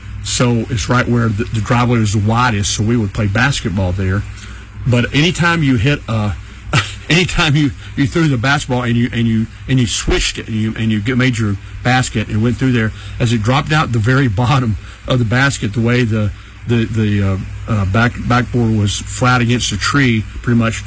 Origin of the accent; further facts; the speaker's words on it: Charlotte, North Carolina, United States; I grew up in Charlotte, North Carolina, east of here in the mountains, down into Upper Piedmont, down there, and we had a big American elm tree in our yard